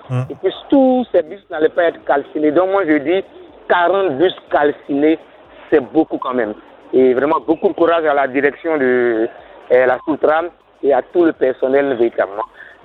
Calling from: Abidjan, Côte d’Ivoire; nous autres, on est dans le sud du district autonome d'Abidjan.

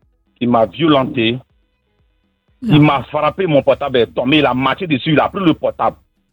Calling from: Côte d’Ivoire; Nous sommes des humains, nous sommes des Ivoiriens.

